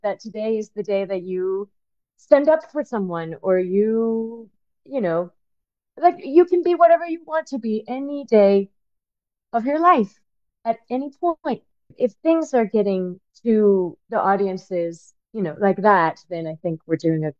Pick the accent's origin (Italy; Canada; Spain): Spain; now in New York, United States; Home for me is floating. It's kind of New York. I was born in Spain, so born and raised, so that'll always be home.